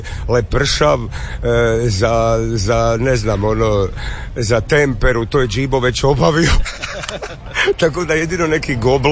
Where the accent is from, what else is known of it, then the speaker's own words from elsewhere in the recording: Split, Split-Dalmatia County, Croatia; born there; now in Zagreb, Croatia; pošto sam otišao od 95. dulje sam u Zagrebu nego što sam u Splitu.